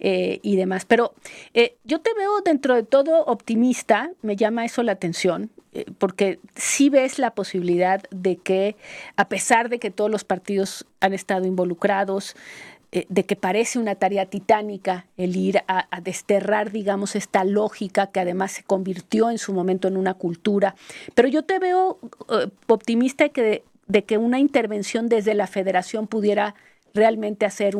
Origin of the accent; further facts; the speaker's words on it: Mexico; y aquí como mexicana